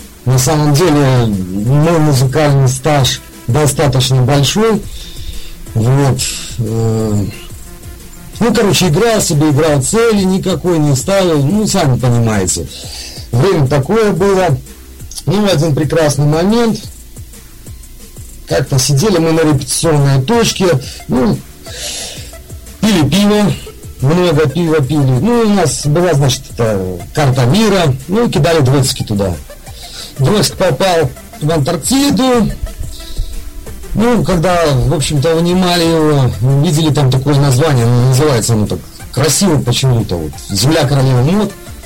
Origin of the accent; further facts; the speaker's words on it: Babruysk, Mogilev Region, Belarus; Мы с великого такого небольшого городка, он вообще-то в сети должен быть известен, называется городок Бобруйск.